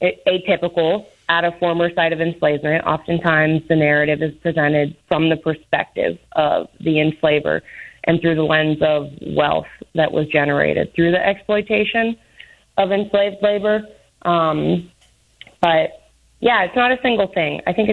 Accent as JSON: {"language": "English", "region": "South Carolina", "country": "United States", "tie": "born or raised there", "also_born_or_lived": "Minnesota", "said": "I'm Minnesota born, South Carolina raised, and I'm a proud Puerto Rican. So I'm the first generation of my family."}